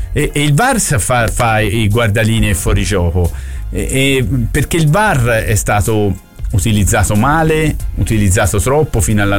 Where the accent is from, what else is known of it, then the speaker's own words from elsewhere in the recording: Florence, Tuscany, Italy; noi festeggiamo perché siamo della Fiorentina, siamo fiorentini per la Fiorentina